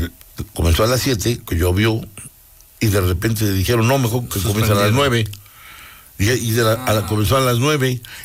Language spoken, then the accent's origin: Spanish; Necaxa, Puebla, Mexico; born there; pregunten, yo nací en Necaxa